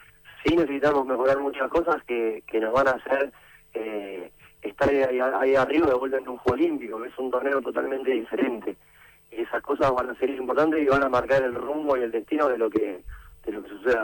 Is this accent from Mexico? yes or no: no; Argentina; No, nosotros entendemos que, somos Argentina, el argentino por naturaleza es muy exitista, es una realidad.